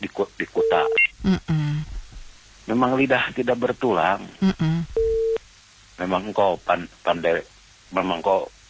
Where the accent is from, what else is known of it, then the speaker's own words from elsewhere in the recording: West Java, Indonesia; saya dari daerah Deddy Mulyadi